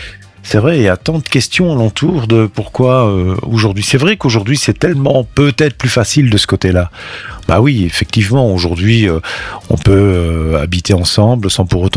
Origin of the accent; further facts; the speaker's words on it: Italy; malgré que je travaillais, que j'étais majeur, vu que je suis italienne.